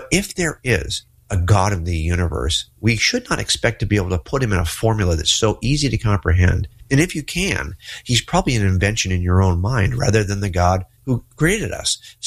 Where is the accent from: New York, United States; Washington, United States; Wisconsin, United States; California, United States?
California, United States; Yeah, I'm a Californian, but you know, to be honest, I could move to Arizona.